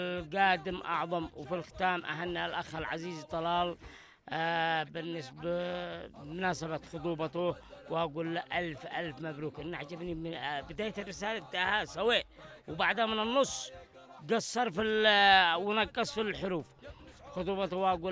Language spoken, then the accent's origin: Arabic; Yemen; نحن شعب يمني، نحن لا نخشى إلا الله ونحن متوكلون على الله.